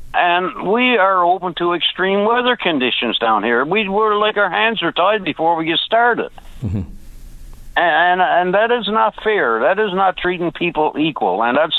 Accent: Newfoundland and Labrador, Canada; I'm also from the South Coast here in Newfoundland.

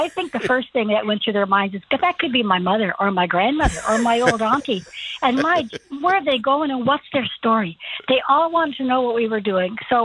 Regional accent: Ontario, Canada; also born or lived in Glace Bay, Nova Scotia; raised in Glace Bay, Cape Breton. My parents emigrated for the work in mines up in Northern Ontario, so I was brought up in Northern Ontario.

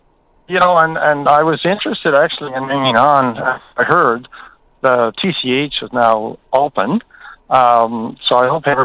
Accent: North Harbour, Newfoundland and Labrador, Canada; I talk about my hometown of North Harbour.

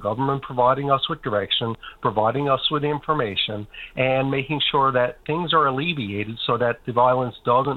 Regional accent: Canada

